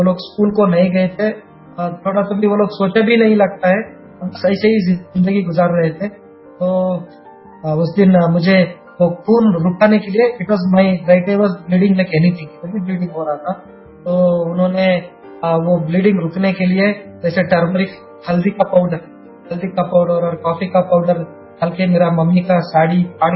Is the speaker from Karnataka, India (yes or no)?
yes; Shivamogga, Karnataka, India; तो बैंगलोर से और मेरा गाँव शिवमोगा आने के बाद